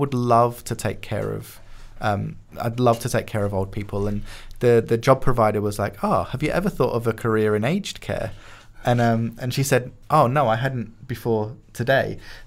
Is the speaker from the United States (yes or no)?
no; Nottingham, East Midlands, United Kingdom; I got a little bit of that where I grew up in Nottingham.